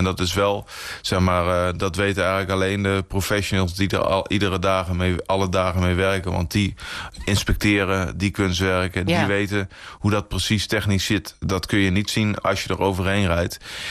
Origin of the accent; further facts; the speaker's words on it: IJsselmuiden, Overijssel, Netherlands; Ja, kijk, ik kom uit IJsselmuiden-Kampen. Dus ik ben ook nog steeds kerkelijk actief. Wel echt in een christelijke gemeenschap opgegroeid.